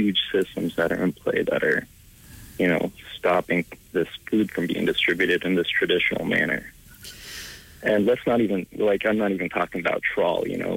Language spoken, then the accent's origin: English; Hooper Bay, Alaska, United States; I am originally from Hooper Bay, the Bogyakwe.